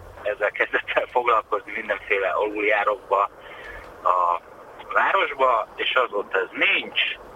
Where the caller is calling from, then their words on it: Szentendre, Pest, Hungary; én Szentendrei vagyok